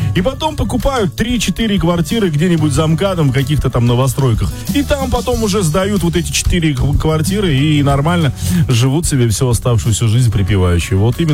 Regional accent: Moscow, Russia; Я москвич, мне нечего завидовать.

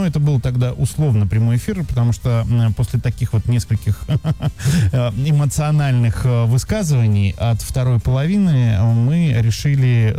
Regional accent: Bryansk, Bryansk Oblast, Russia; Я помню, я поехал из Брянска в Санкт-Петербург на день открытых дверей в военную академию, куда я поступал, и остановился у двоюродного брата.

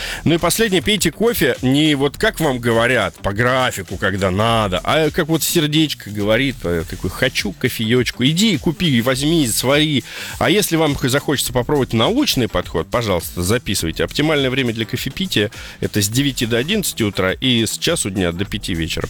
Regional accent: Armenia; Я армянин.

